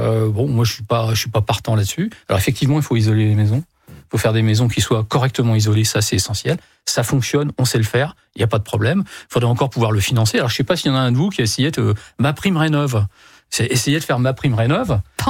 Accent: Hauts-de-France, France; now in Amiens, France

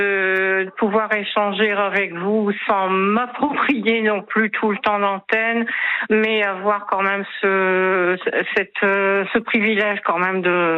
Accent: Hauts-de-France, France; Bon, nous sommes originaires des Hauts-de-France.

